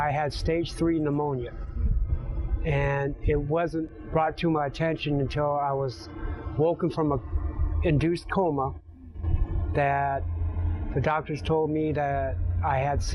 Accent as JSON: {"language": "English", "town": "Redondo Beach", "region": "California", "country": "United States", "said": "I'm from Redondo Beach, California."}